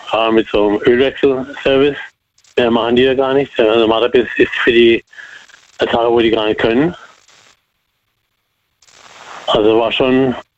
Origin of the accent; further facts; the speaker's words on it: Karlsruhe, Baden-Württemberg, Germany; born there; Ich bin gebürtiger Karlsruher. Mhm. Und war dann bis 1999, habe ich in Ettlingen gewohnt.